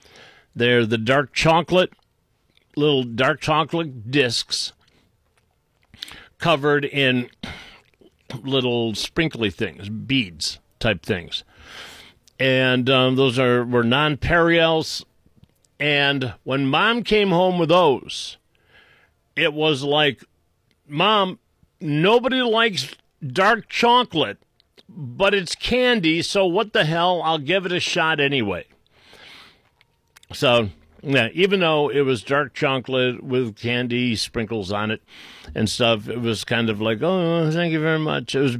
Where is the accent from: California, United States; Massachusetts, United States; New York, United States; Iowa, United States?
Massachusetts, United States; Boston; accent: Boston; I should be saying it with my Boston accent.